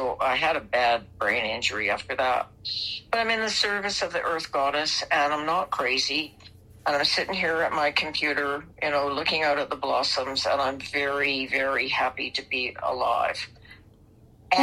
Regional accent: Australia; moved away; as an Australian coming here

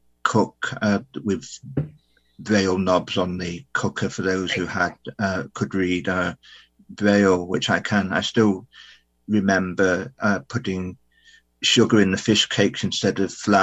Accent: Liverpool, North West England, United Kingdom; also born or lived in Hereford / Swansea; I was born in Liverpool in back in January 1969. On the 6th of January, I attended schools for the blind in Liverpool. I then went to a college for the blind in Hereford before going on to Swansea University

